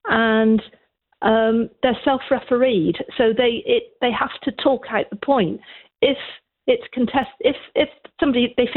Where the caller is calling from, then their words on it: South West England, United Kingdom; I'm from Wiltshire, but at the moment I'm in sunny Limerick.